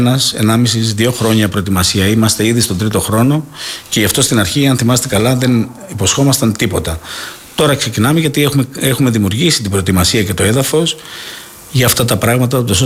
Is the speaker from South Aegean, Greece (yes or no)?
yes; Kalythies, South Aegean, Greece; ο τόπος μου είναι ένας απαιτητικός τόπος. Βλέπω και τους συμπολίτες μου να είναι πάρα πολύ απαιτητικοί. Κάνω βόλτες και σε άλλα χωριά. Μπορώ να σας πω ότι οι Καλυθιές βρίσκονται σε πάρα πολύ υψηλό επίπεδο όσον αφορά την αισθητική του τοπίου.